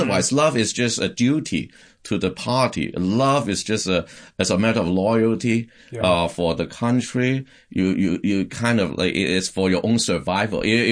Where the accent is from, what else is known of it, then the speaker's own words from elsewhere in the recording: Hong Kong; first language Cantonese; English is a second language; now in Boston, United States; And by the time I got to a college, here in Boston, I grew up in Hong Kong, so we speak Cantonese dialect, which is the Southern dialect.